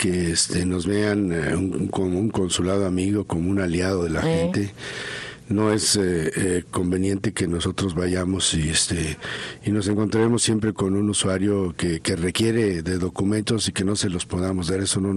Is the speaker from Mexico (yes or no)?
yes; Mexico; de todos los mexicanos que cruzamos